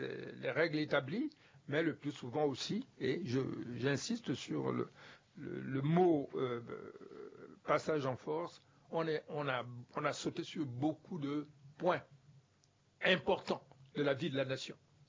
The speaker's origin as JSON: {"language": "French", "country": "Central African Republic"}